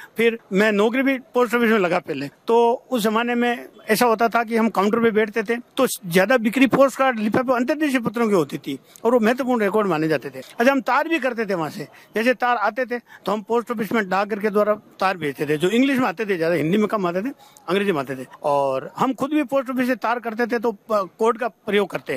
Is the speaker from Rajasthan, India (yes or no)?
yes; Rajlota, Rajasthan, India; मेरा छोटा गाँव राजलोता डेगाना तहसील नागौर जिले में